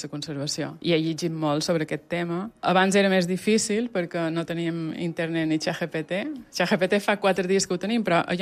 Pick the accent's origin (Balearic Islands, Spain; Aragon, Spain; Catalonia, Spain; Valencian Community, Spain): Balearic Islands, Spain; Sóller; born there; also born or lived in Fornalutx; Jo he nascut a Bonafornalutx, Sóller, una cama a cada banda.